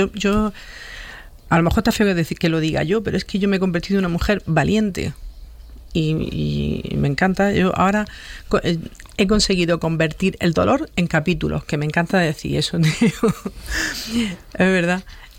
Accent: Huércal de Almería, Andalusia, Spain; born or raised there

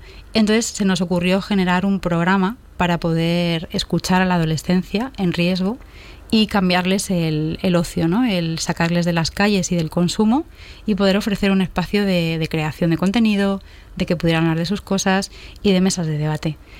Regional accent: Madrid, Community of Madrid, Spain; Yo soy natural de Madrid.

